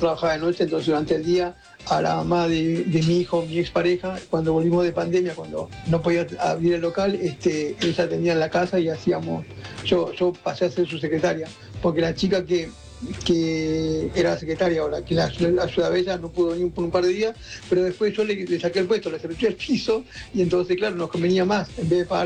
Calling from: Tigre, Buenos Aires Province, Argentina; de Tigre.

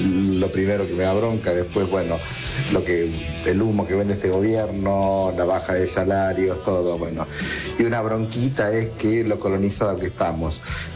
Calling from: Pilar, Buenos Aires Province, Argentina; de Pilar.

